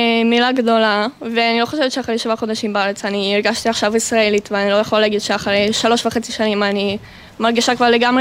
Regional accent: Saint Petersburg, Russia; Hebrew is a second language; now in Israel; כן, עליתי מרוסיה מסנקט פטרבורג, שזה עיר מאוד מאוד יפה.

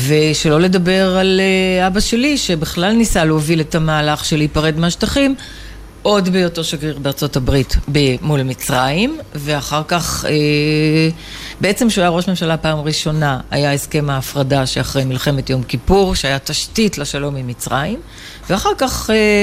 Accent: Tel Aviv, Tel Aviv District, Israel; גדלנו בשכונות של גנרלים.

